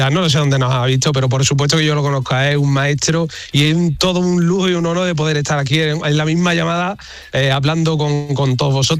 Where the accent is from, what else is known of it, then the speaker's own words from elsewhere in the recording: Coria del Río, Andalusia, Spain; y mi pueblo no hablo de Coria del Río, que soy oriundo de ahí, sino de mi gente, de mi pueblo, de mi país.